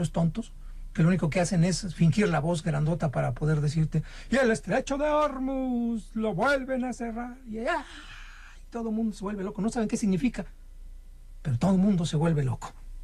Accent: Mexico; un pequeño empresario como usted, como yo, mexicano

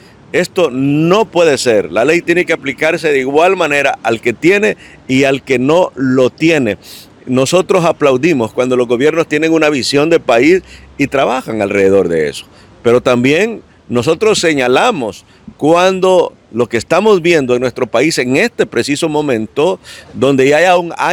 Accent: Honduras; lo que realmente no queremos como pueblo hondureño.

